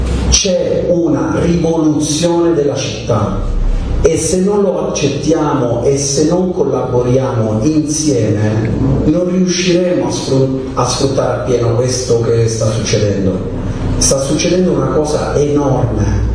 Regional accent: Mesagne, Apulia, Italy; now in Taranto, Italy; ho 42 anni, sono nato a Mesagne, provincia di Brindisi, un paesino di 30.000 abitanti

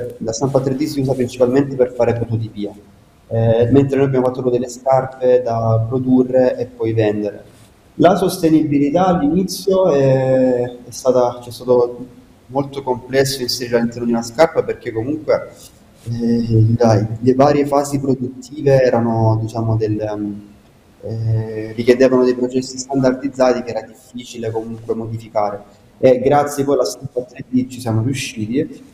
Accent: Casarano, Apulia, Italy; born or raised there

